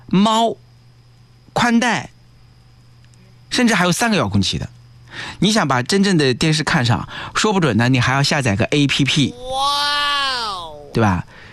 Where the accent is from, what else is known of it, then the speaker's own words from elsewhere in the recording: Nanjing, Jiangsu, China; 老是刷到我们南京人的生活，